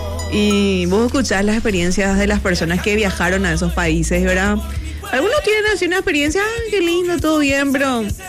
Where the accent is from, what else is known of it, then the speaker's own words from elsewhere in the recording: Paraguay; Eso tiene el paraguayo muy adentro